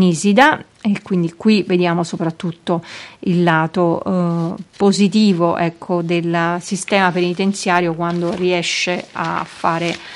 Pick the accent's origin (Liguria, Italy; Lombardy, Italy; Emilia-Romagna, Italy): Lombardy, Italy; Milan; born there; nella Milano di quando io ero ragazzina, bambina, nei primi anni Ottanta